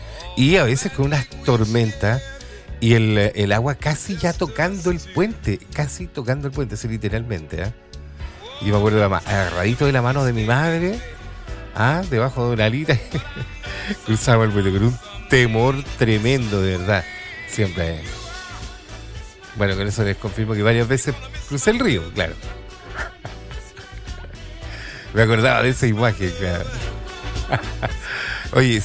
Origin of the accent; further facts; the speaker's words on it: Rayenco, Biobío, Chile; born there; cuando éramos pequeños, yo vivía en Rayenco, ¿eh?